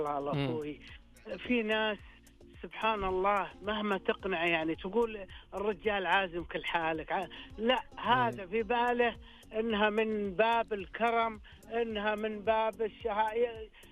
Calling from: Shaqra, Riyadh Province, Saudi Arabia

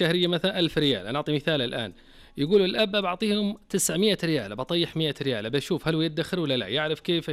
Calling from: Jeddah, Makkah Province, Saudi Arabia

